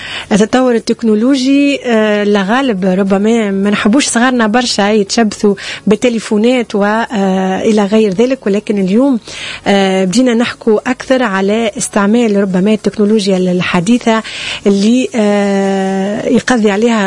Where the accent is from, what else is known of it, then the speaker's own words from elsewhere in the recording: Tunisia; هويتنا التونسية، لهجتنا التونسية، عاداتنا وتقاليدنا